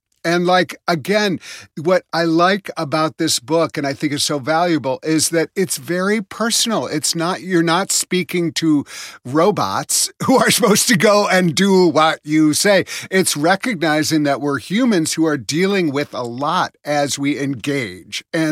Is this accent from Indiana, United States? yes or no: no; Madison, Wisconsin, United States; I grew up in Madison, Wisconsin, you know, we were all commies there